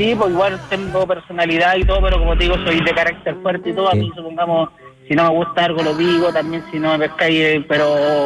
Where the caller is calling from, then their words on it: Santiago, Santiago Metropolitan Region, Chile; Yo soy de Santiago.